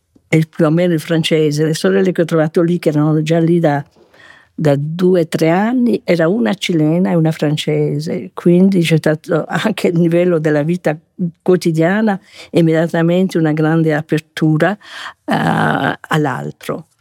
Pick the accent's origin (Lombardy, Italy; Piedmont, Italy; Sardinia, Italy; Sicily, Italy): Sardinia, Italy; molti del mio paese di origine, che era un paese del cuore della Barbagia.